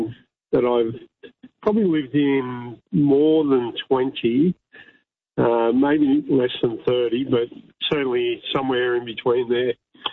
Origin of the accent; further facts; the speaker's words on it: Sydney, New South Wales, Australia; also born or lived in Brisbane / Adelaide; Obviously, I was born in Sydney, lived in Sydney, spent a bit of time in Brisbane, as Sydney people do. And then my parents moved down here, so ended up living down here, moved around here.